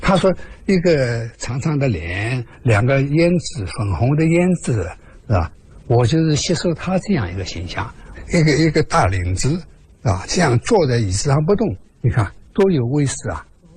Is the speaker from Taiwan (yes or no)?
no; Wuxi, Jiangsu, China; 那么他是无锡人，我也是无锡人。